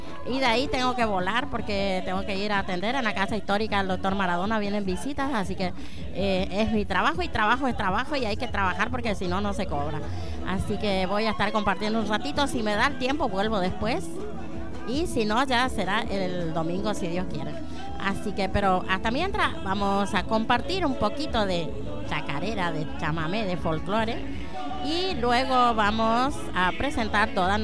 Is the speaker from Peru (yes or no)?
no; Formosa, Argentina; la música que nos identifica como argentinos y como formoseños.